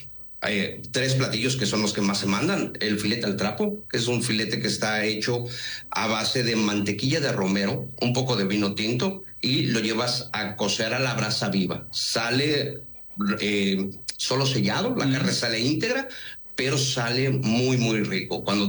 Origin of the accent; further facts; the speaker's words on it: Mexico; Es un poco de la gastronomía mexicana, de lo que nosotros como mexicanos y hoy en Mérida, hoy en día, creamos maravillas, ¿no?